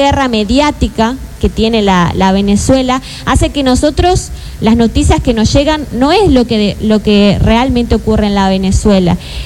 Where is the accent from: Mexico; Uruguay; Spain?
Uruguay; now in Brazil; Yo soy uruguaya, pero vivo en el Brasil, milito en el movimiento de los trabajadores rurales sin tierra